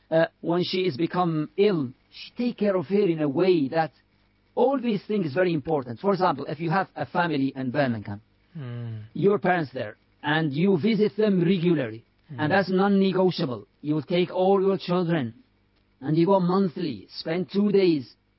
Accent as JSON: {"language": "English", "country": "United Arab Emirates", "tie": "born or raised there", "said": "I grew up in Emirates, not in Mauritania."}